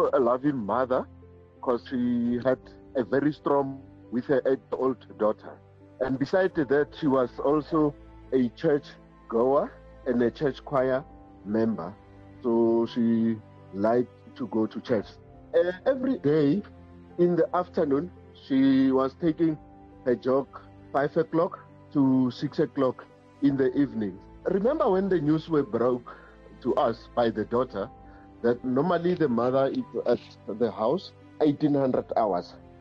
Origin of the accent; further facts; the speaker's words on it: South Africa; As a South African citizen, it made me feel bad.